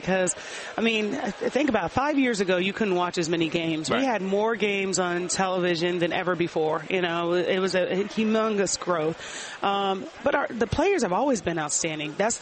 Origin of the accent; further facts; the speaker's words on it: Fort Knox, Kentucky, United States; born there; I shared with you, I was born in Fort Knox. I'm a military brat.